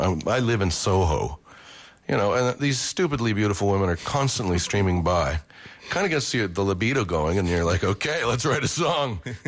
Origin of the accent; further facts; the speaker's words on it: Winnipeg, Manitoba, Canada; moved away as an adult; also born or lived in London; now in New York, United States; I'm from Winnipeg, which is a particularly cold, brutal, redneck kind of town.